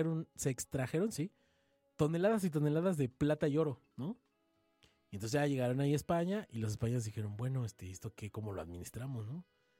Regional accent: Mexico

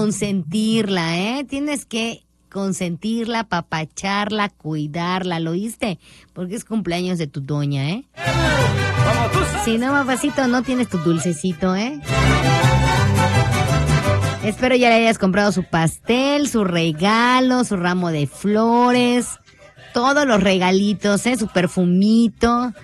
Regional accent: Mexico; No, yo soy así, como buena mexicana, chela, chela, chela.

